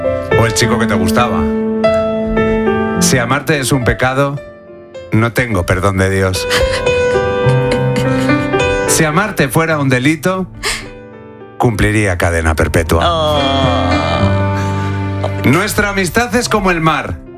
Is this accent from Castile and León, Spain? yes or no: yes; Salamanca, Castile and León, Spain; yo soy de Salamanca.